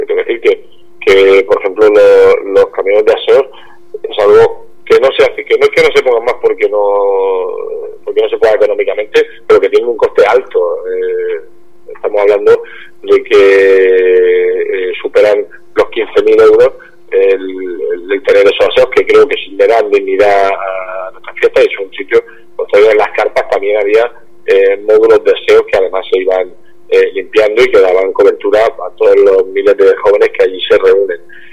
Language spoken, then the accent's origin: Spanish; Caravaca de la Cruz, Region of Murcia, Spain; el orgullo que yo tengo como alcalde de mi pueblo, ¿no? Ser alcalde de Caravaca es un lujo